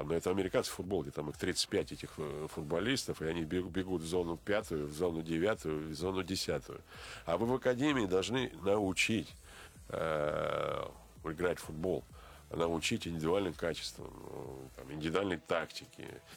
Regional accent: Novosibirsk, Novosibirsk Oblast, Russia; я сам родом с Новосибирска

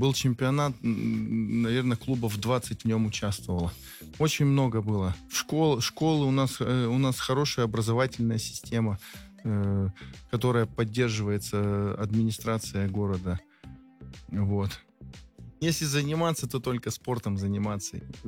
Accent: Krasnoturinsk, Sverdlovsk Oblast, Russia; Да, это мой родной город, в котором я родился, в котором прошло мое детство, юность, да, до 19 лет я прожил в городе Краснотурьинске.

